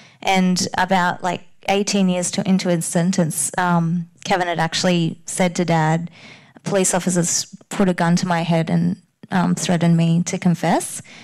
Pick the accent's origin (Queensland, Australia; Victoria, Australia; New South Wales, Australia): Queensland, Australia; Rockhampton; which is 2 hours from my hometown of Rockhampton.